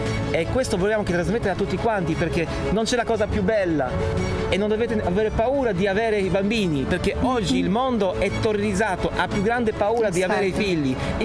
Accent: Poland; Italian is a second language; Io sono orgoglioso di essere polacco, vengo da questa terra che ha sofferto nei secoli tante cose brutte

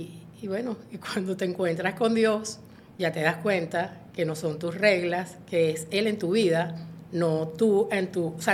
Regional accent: Spain; born there; Nací en España.

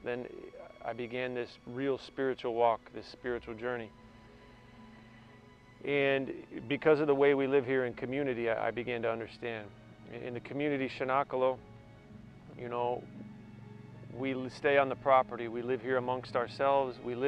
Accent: Chicago, Illinois, United States; moved away as an adult; also born or lived in St. Augustine, Florida / England / Lourdes, France; I am from Chicago.

